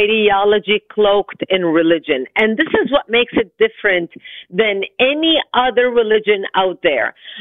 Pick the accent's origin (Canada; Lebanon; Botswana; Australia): Lebanon; now in United States; I was born and raised in Lebanon.